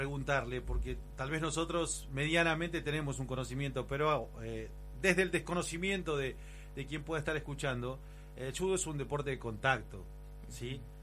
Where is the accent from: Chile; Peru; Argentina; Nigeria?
Argentina; Patagonia; en la Patagonia decimos siempre estamos lejos de todo